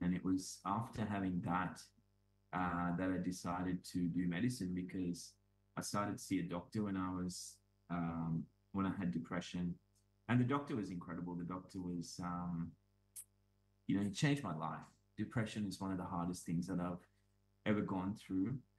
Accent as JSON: {"language": "English", "country": "Sri Lanka", "tie": "born or raised there", "said": "I grew up in Sri Lanka, and my mom caught me once smoking a cigarette butt in the backyard when I was like 5 years old."}